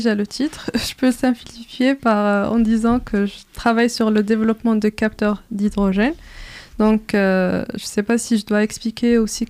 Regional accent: Morocco; moved away as an adult; now in France; je suis d'origine marocaine. J'ai fait d'abord mes études au Maroc

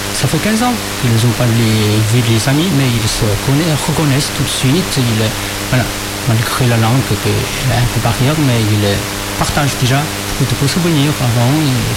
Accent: China; J'aimerais toujours le recevoir chez nous en Chine.

